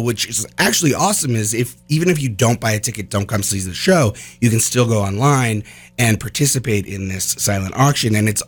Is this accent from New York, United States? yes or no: yes; New York City, New York, United States; now in Vermont, United States; I grew up in New York City.